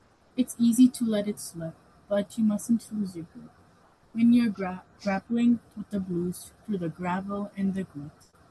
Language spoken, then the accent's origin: English; Hudson, New York, United States; I'm 15. I'm 12 years old, and I'm also from Hudson.